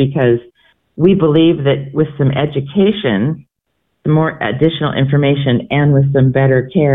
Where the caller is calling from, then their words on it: Boise, Idaho, United States; Actually, I'm calling in from Boise, Idaho. Relocated like 2 years ago.